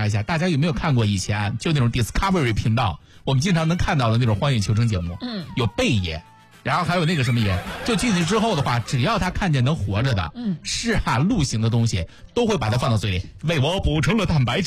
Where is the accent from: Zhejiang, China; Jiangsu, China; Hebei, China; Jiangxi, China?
Jiangsu, China; 我们苏北人